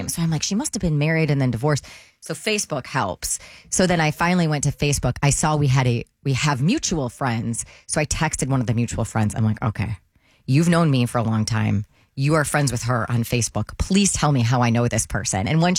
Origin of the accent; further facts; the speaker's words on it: Grosse Ile, Michigan, United States; Well, it's so cool because I grew up in Gros Isle, which is downriver.